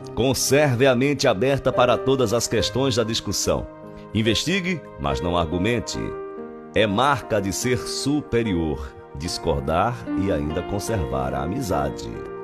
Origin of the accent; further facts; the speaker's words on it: Pernambuco, Brazil; also born or lived in João Pessoa; eu sou de Pernambuco